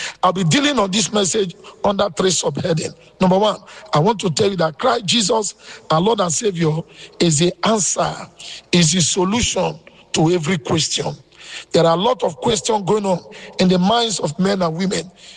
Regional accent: Nigeria; now in Benin City, Nigeria; I'm a Nigerian. And precisely, I live in Edo State. I live in Benin City.

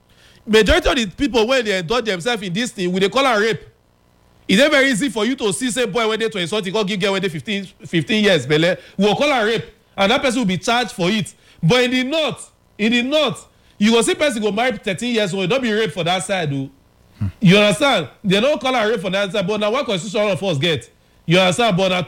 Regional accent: Benin City, Edo, Nigeria; as a Benin person, for many of us, when we say we come from Benin, we reverend the king

